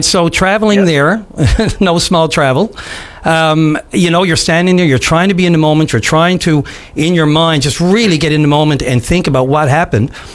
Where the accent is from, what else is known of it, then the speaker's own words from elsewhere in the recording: St. John's, Newfoundland and Labrador, Canada; In the west end of St. John's, down by Barring Park.